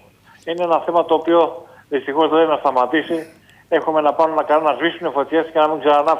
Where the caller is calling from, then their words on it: Piraeus, Attica, Greece; από τον Πειραιά